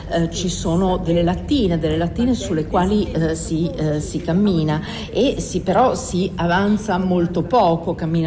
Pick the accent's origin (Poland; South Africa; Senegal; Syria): South Africa; nel frattempo in Sudafrica, nel mio paese, ci siamo trovati con dei leader che in realtà non hanno idea di dove stanno andando